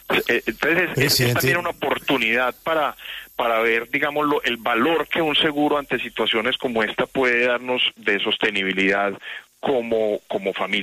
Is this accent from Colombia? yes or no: yes; Colombia